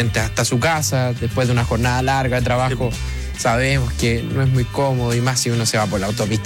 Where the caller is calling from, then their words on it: Maipú, Santiago Metropolitan Region, Chile; de Maipú, aquí iniciando mi turno